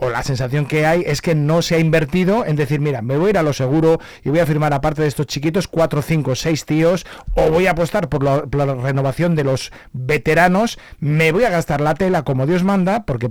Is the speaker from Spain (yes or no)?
yes; Zamora, Castile and León, Spain; tenemos una ciudad maravillosa